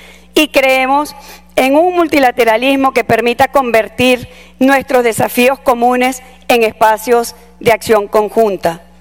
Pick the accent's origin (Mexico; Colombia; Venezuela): Venezuela